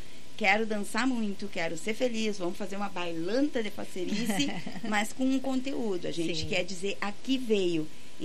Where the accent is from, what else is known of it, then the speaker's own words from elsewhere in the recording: Uruguaiana, Rio Grande do Sul, Brazil; eu, que sou originária de Uruguaiana, tá? Nasci no mesmo ano da Califórnia, da canção nativa, amo a música nativista, né? Venho desse mesmo berço. Essas são minhas influências, são minhas raízes principais.